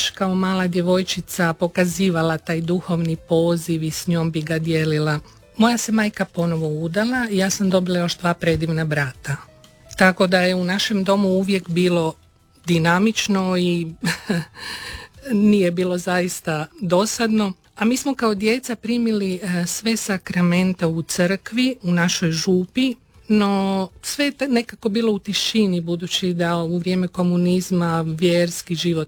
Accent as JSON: {"language": "Croatian", "town": "Zagreb", "region": "City of Zagreb", "country": "Croatia", "tie": "born or raised there", "also_born_or_lived": "Karlovac", "said": "rođena sam u Karlovcu, jer su moji roditelji tada živjeli u Krašiću, no ubrzo su se preselili u Zagreb, gdje su u Botincu izgradili kuću i ja sam tamo odrasla."}